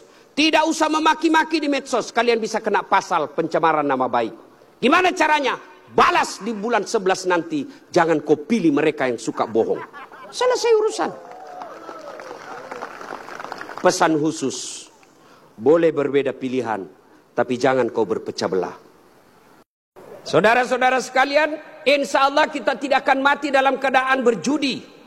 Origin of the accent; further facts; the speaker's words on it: South Sulawesi, Indonesia; Kalau kami orang Bugis tidak takut sama istri.